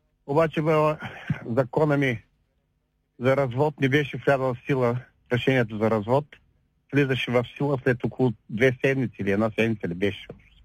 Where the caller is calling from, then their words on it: Ruse Province, Bulgaria; аз съм от Русенско